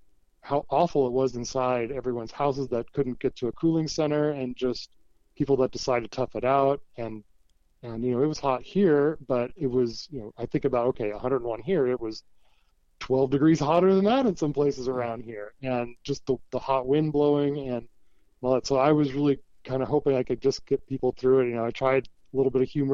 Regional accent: West Coast, United States; also born or lived in Port Angeles; Yeah, I was born in Port Angeles. Right. My dad was Coast Guard, so we moved around a bit as a kid, you know, transferred around, but mostly West Coast.

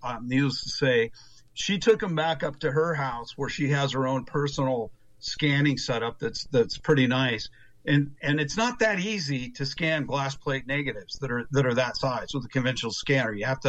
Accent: Kirkland, Washington, United States; I'm also originally from Kirkland.

